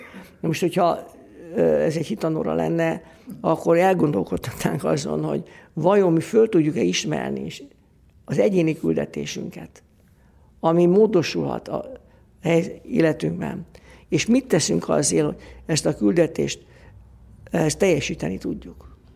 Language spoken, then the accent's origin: Hungarian; Budapest, Hungary; Én angyalföldön nőttem föl